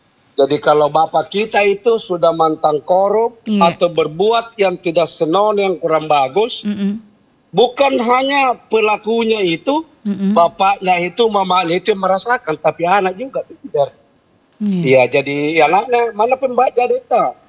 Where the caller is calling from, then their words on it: Makassar, South Sulawesi, Indonesia; Ya, jadi kalau kita orang Makassar ya, Bugis Makassar ya.